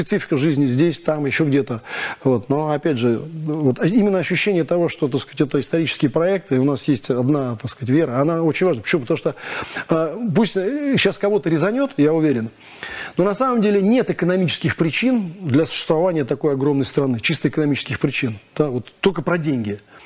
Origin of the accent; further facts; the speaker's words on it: Moscow, Russia; Я коренной москвич